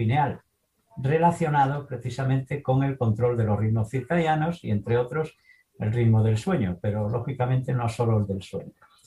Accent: Galicia, Spain; Yo estudié en la Facultad de Medicina de Santiago de Compostela, soy gallego.

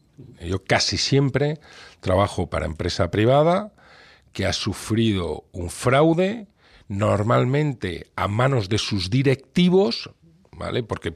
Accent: Spain; also born or lived in United Kingdom

